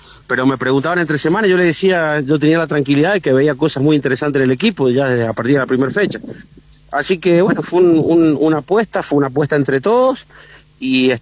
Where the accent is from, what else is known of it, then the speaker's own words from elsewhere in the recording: La Dormida, Mendoza, Argentina; soy de La Dormida y no conozco mucho San Martín